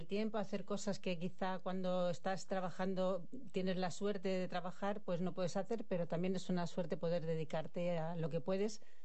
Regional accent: Madrid, Community of Madrid, Spain; born there; also born or lived in Barcelona; Bueno, digamos que soy una madrileña nacida en Barcelona. Es una cosa un poco extraña.

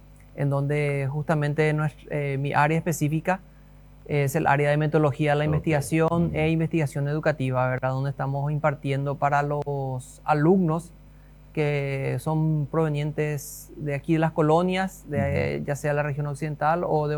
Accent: Asunción, Paraguay; moved away as an adult; now in Filadelfia, Paraguay; En Asunción. Soy originario de Asunción. Estoy ya viviendo aquí 14 años.

